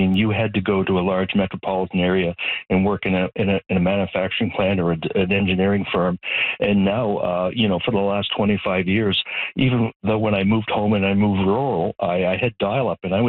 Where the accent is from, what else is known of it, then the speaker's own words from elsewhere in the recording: Nova Scotia, Canada; As you know, we're from Nova Scotia, Mi'kmaq, and we're at one end of the country, and Canada's a big place.